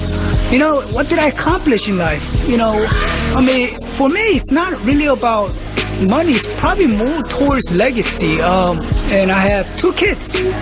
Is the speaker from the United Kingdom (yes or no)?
no; South Korea; moved away; We're from Korea, so I'm kind of like in a culture where, you know, family's first concept.